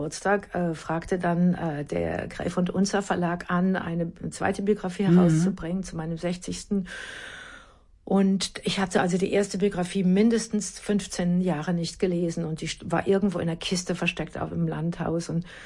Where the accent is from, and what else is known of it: Münster, North Rhine-Westphalia, Germany; born or raised there